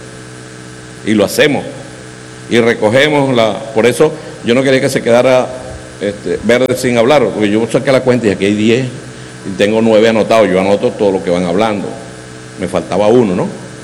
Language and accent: Spanish; Zulia, Venezuela; moved away; Yo cuando vengo para el Zulia digo, voy para mi tierra